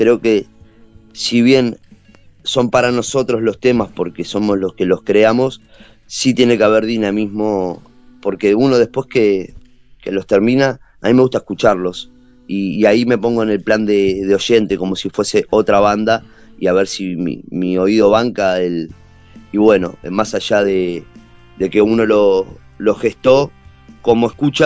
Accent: Uruguay

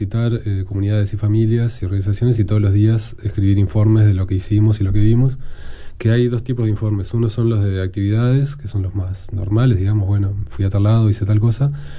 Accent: Uruguay; es importante, sí, que como uruguayos hagamos nuestra parte

